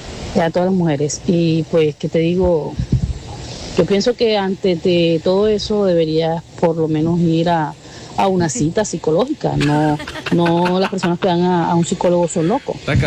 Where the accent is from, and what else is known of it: Canada